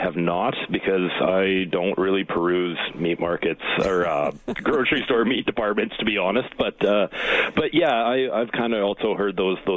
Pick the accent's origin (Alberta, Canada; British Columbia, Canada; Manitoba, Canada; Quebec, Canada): Alberta, Canada; Edmonton; And you say, "I'm from Edmonton, Alberta, Canada."